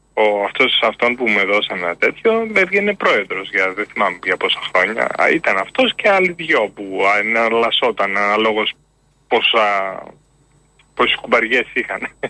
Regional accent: Epirus, Greece; also born or lived in Ioannina; Εγώ μεγάλωσα, μάλλον γεννήθηκα στα Γιάννενα. Και μεγάλωσα σε ένα μικρό χωριό, στα Ορεινά, στην Ήπειρο.

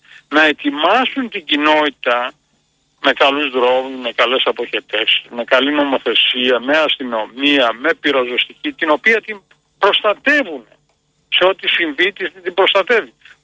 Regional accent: Greece; moved away as an adult; Μεγάλωσα στην Ελλάδα και έφυγα στα 25 μου.

